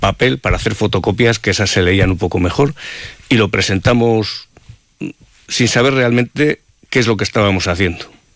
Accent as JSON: {"language": "Spanish", "region": "Castile and León", "country": "Spain", "said": "somos muy castellanos en eso de no alegrarnos de lo que hacemos"}